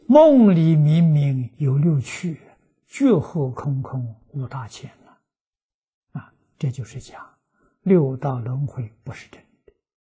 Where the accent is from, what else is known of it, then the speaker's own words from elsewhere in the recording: China; 这是至善啊！我们中国人讲至于至善了啊，无量无边的善行都不离这一个方向，不离这个目标。